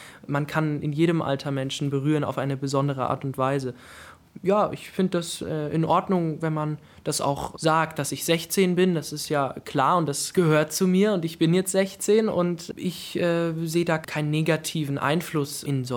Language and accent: German; Weimar, Thuringia, Germany; Ich wurde in Weimar geboren, das ist meine Heimatstadt und dadurch, dass hier zwei Universitäten sind, gibt es auch ganz viele junge Leute und es ist sehr belebt, eine frische Atmosphäre.